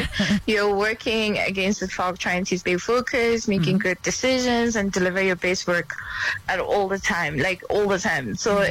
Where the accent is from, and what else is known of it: South Africa